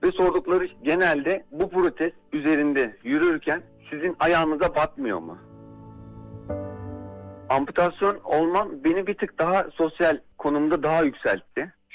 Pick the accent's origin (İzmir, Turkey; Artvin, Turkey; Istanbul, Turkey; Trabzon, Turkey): İzmir, Turkey; born there; İzmir doğumluyum.